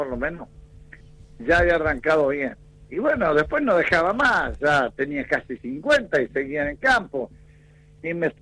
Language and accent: Spanish; Las Flores, Buenos Aires Province, Argentina; moved away as an adult; also born or lived in Dolores; now in Saladillo, Argentina; me crié ahí en Las Flores hasta los 29 años, después me vine a Saladillo hace 41 que estoy...